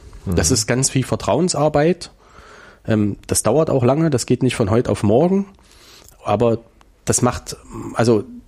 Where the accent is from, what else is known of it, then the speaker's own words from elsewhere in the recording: Weimar, Thuringia, Germany; Ich bin gebürtiger Weimarer, befasse mich ganz viel mit der Stadtgeschichte